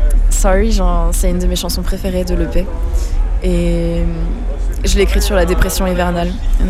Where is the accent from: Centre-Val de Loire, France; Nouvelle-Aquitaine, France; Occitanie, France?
Nouvelle-Aquitaine, France; Marmande; je viens de Marmande, dans le sud-ouest